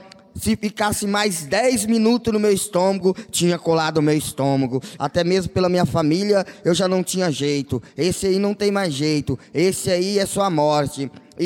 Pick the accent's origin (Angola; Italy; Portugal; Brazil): Brazil; Marília, São Paulo; eu vim da cidade de Marília